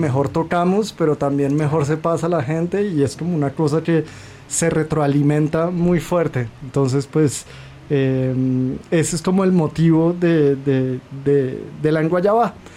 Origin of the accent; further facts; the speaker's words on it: Colombia; also born or lived in Belgium; now in Mexico City, Mexico; Crecí en Colombia, después viví en Bélgica muchos años